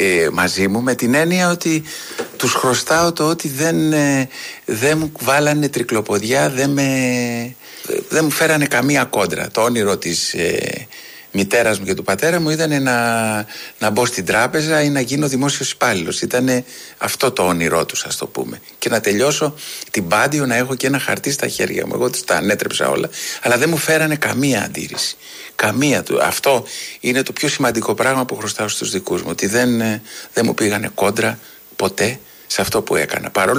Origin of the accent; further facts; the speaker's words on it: Athens, Attica, Greece; Μεγάλωσα στο Νέο Κόσμο. Η οικογένειά μας ήταν πάρα πολύ φτωχιά.